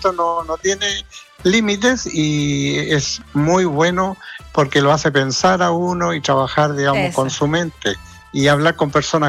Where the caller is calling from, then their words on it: Valparaíso, Chile; Así somos los porteños.